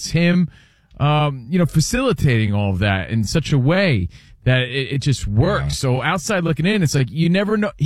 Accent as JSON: {"language": "English", "region": "East Coast", "country": "United States", "moved": "yes", "said": "We're from the East Coast"}